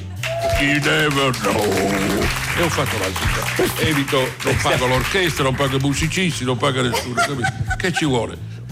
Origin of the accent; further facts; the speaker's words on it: Canosa di Puglia, Apulia, Italy; born there; moved away; il dialetto stretto del mio paese di Canosa